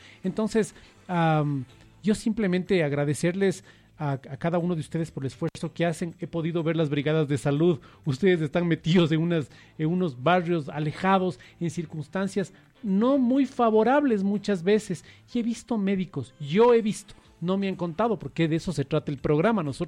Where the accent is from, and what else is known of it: Quito, Pichincha, Ecuador